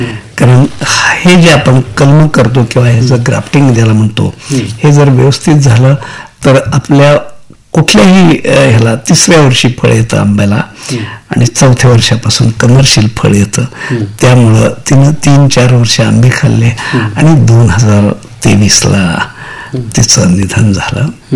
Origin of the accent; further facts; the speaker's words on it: Aran, Maharashtra, India; born there; moved away; मी 1982 साली आमच्या गावातली पहिली बाग आरणला लावली होती.